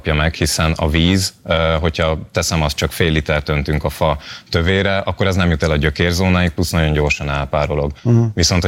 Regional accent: Great Hungarian Plain, Hungary; őstermelő családból származom, úgyhogy pár tízezer fánk volt, és az Alföldről származom

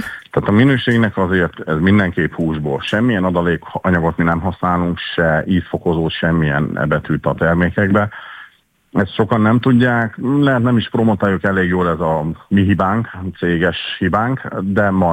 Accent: Debrecen, Hajdú-Bihar, Hungary; ez most azért mondom, hogy a debreceniek vagyunk

